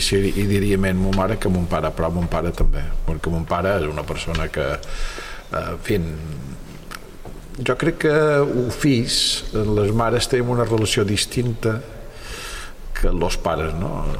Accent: Pollença, Balearic Islands, Spain; Ara record quan era petit que teníem a Pollença un cine Capitol, que ara l'estan reformant

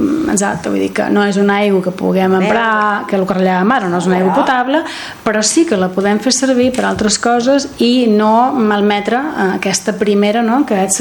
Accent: Es Castell, Balearic Islands, Spain

